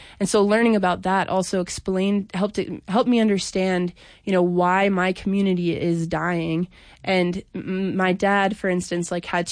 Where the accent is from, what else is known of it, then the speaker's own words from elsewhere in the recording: Montana, United States; So I think this project has enabled me to do a lot of research that's just helped me understand my hometown and the rural Montana a lot better.